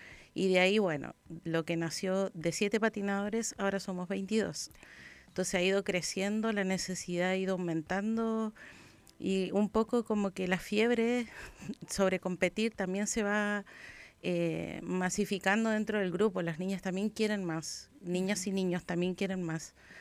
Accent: Argentina; moved away as an adult; now in San Joaquín, Chile; Soy argentina

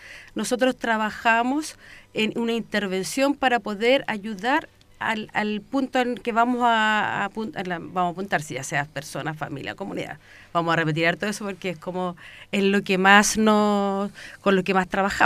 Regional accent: Puente Alto, Santiago Metropolitan Region, Chile; Yo soy de Puente Alto, yo nací, criada, sigo viviendo en Puente Alto.

